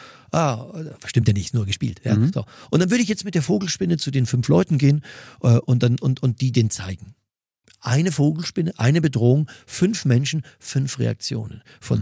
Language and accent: German; Mühldorf am Inn, Bavaria, Germany